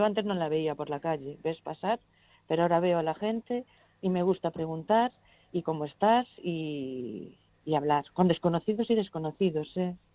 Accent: Cortegada, Galicia, Spain; En Cortegada queremos hacer algo, en mi pueblo

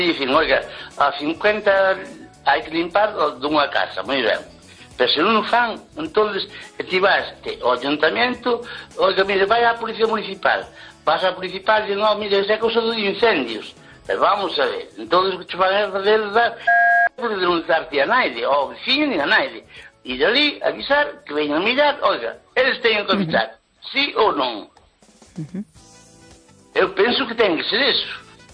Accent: Lugo, Galicia, Spain

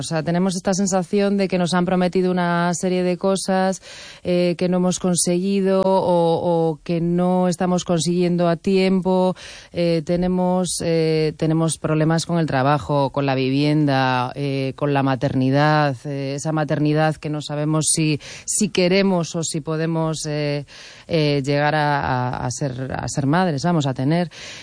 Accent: Galicia, Spain; now in Madrid, Spain; A mí, cuando me pregunta de dónde soy, siempre digo que soy súper gallega, porque la verdad es que no sé si es por una especie de adicción a mi tierra, pero el acento nunca se termina de marchar

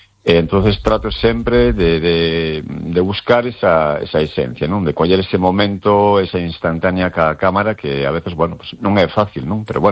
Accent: Vilagarcía de Arousa, Galicia, Spain; eu son daqui de Vila García, donde lógicamente máis tempo teño e donde máis me movo

